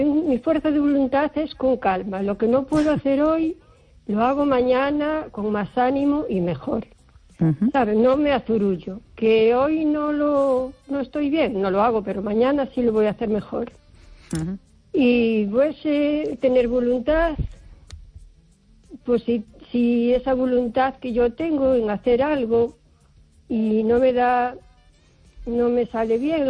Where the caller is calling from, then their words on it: O Carballiño, Galicia, Spain; Buenas noches, Esther … de Carballiño.